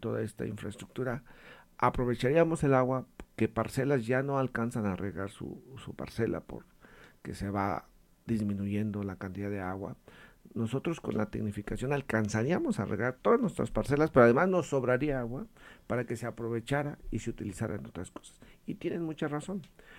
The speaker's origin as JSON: {"language": "Spanish", "town": "Paracho", "region": "Michoacán", "country": "Mexico", "tie": "born or raised there", "said": "Aquí de la meseta Purépecha. Efectivamente, yo soy de Paracho. Nací el 1 de marzo de 1979."}